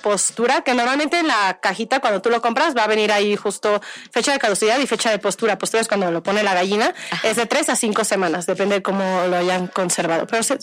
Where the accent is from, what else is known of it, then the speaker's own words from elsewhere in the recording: Querétaro, Mexico; Yo soy de Querétaro y justo vengo aquí de visita.